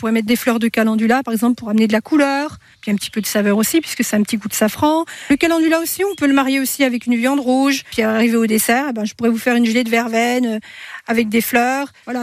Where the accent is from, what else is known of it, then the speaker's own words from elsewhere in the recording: Bourgogne-Franche-Comté, France; moved away; J'ai grandi dans l'Aussois, à Arconcé, petit village de l'Aussois. Un village d'élevage, donc des prés, des pâtures et puis des bords de champs avec plein de fleurs différentes.